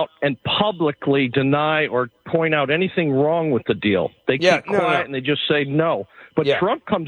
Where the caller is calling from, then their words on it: Mobile, Alabama, United States; from Mobile, Alabama